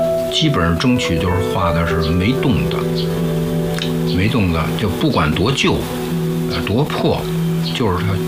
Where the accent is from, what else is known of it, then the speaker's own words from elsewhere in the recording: Beijing, China; 我其实就是一老北京。